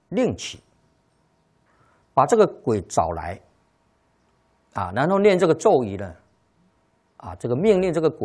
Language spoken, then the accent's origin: Chinese; China; 我们一般讲农历我们中国人讲农历。